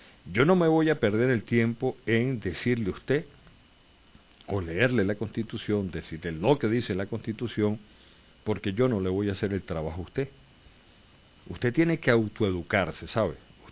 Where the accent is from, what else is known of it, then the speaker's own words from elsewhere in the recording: Venezuela; yo como ciudadano venezolano